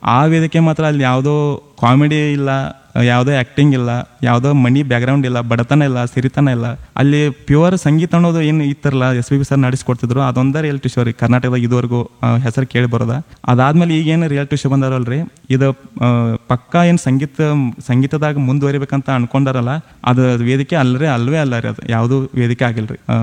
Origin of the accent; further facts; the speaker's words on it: North Karnataka, India; ಈ ಕಡೆ ಉತ್ತರ ಕರ್ನಾಟಕ ಕಡೆ